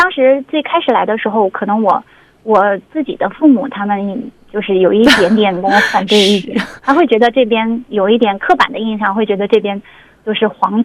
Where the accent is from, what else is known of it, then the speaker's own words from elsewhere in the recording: Chongqing, China; moved away as an adult; now in Kashgar, China; 出生长在重庆